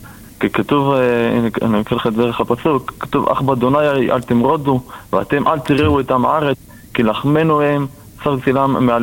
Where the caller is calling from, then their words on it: Jerusalem, Jerusalem District, Israel; מירושלים.